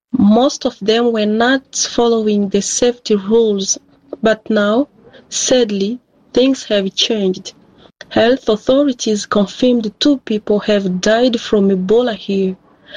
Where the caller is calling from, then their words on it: Mahagi, Ituri, DR Congo; I'm speaking from Mahagi in Ituri province in the Democratic Republic of the Congo.